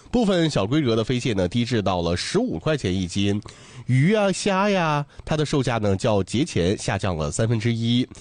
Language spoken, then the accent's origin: Chinese; Dalian, Liaoning, China; 我还真没坐过火车，小时候没出过大连啊